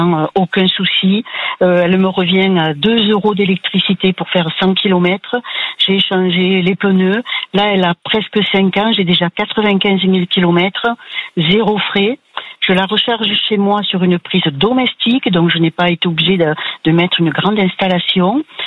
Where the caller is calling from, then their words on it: Alès, Occitanie, France; Moi je vous appelle d'Alès.